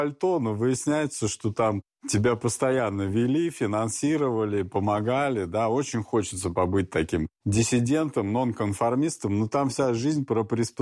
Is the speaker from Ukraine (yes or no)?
yes; Dnipropetrovsk Oblast, Ukraine; мы все из Днепропетровской области.